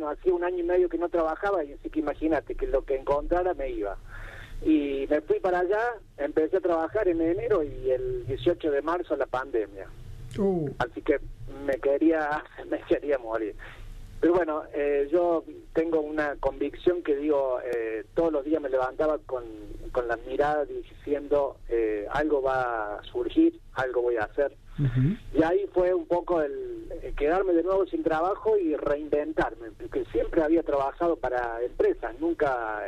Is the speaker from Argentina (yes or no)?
yes; Río Tercero, Córdoba, Argentina; moved away as an adult; also born or lived in Chilecito, La Rioja / Cruz del Eje; now in Villa de Soto, Argentina; Mira, en realidad yo soy originario de Río Tercero. Bueno, allá me crié y estudié. Y bueno, allí viví con mis padres.